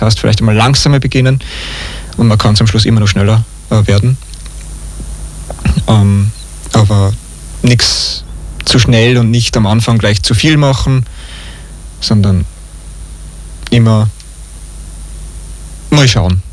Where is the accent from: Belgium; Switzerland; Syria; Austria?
Austria; Asperhofen, Lower Austria; Und danach geht es weiter mit dem Lauf in meiner Heimatgemeinde in Asperhofen, auf dem Buchberg.